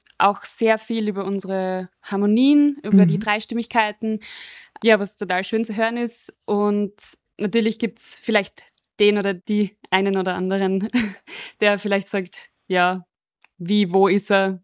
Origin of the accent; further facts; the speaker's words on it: Styria, Austria; accent: Styrian dialect; wenn man es in unserem Dialekt redet, dann kommt es einfach an, bei uns SteirerInnen